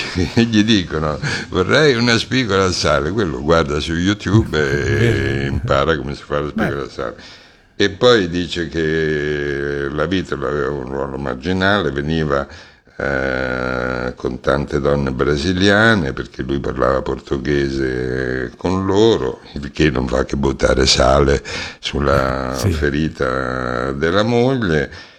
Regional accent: Brescia, Lombardy, Italy; now in Milan, Italy; da bresciano trapiantato a Milano

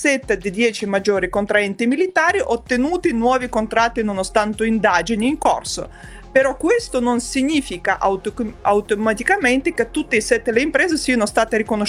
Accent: Vinnytsia, Vinnytsia Oblast, Ukraine; Italian is a second language; Io per esempio sono da Vinnytsia, città vicino a Moldova

